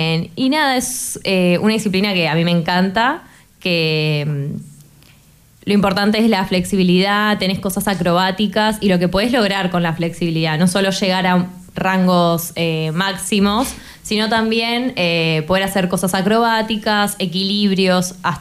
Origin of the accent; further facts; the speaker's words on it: Argentina; now in Chile; Yo que soy de Argentina